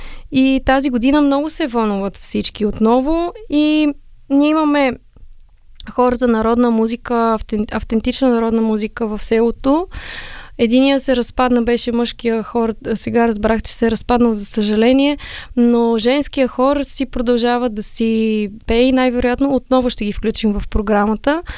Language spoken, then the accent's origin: Bulgarian; Sofia, Sofia City, Bulgaria; born there; moved away as an adult; now in Beli Iskar, Bulgaria; Аз съм софиянка по рождение. Аз обичам София.